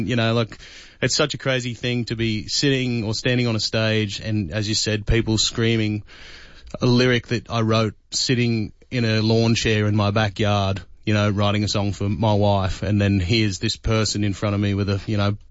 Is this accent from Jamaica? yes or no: no; Jindabyne, New South Wales, Australia; And then I go to Jindabyne, which is my hometown, and we haven't played down there in many, many years.